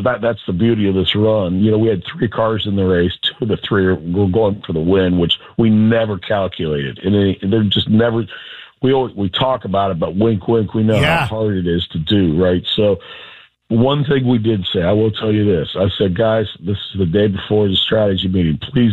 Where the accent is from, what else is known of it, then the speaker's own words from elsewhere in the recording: Gahanna, Ohio, United States; I grew up in Gahanna, and, you know, during high school and way before that, actually in mid-Ohio